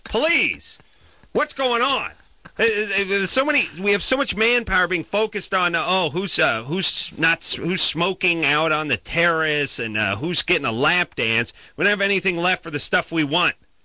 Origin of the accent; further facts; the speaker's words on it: North Hollywood, California, United States; I'm from North Hollywood.